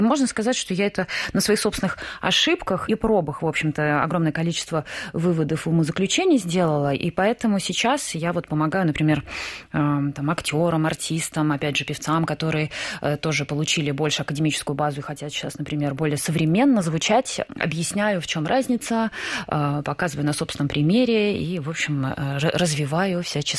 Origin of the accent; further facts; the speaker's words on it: Moscow, Russia; also born or lived in Saint Petersburg; Я родилась в Санкт-Петербурге в семье военного и преподавателя французского языка. Но в самом таком раннем возрасте мы переехали в Москву, и, в общем-то, я считаю себя в каком-то смысле москвичкой.